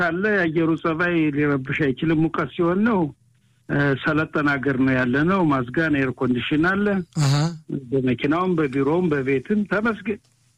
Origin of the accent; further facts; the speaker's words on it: Wuzaba, Amhara, Ethiopia; አንደኛ ውዛባ የሚባል ቀበሌ አብረን ነው ያደግነው።